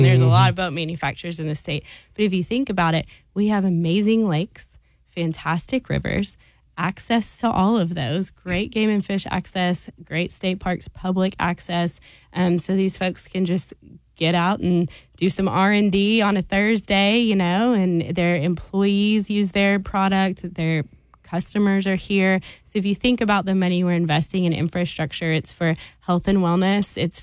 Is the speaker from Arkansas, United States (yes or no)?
yes; Sherwood, Arkansas, United States; I did. I grew up in Sherwood, and I am an only child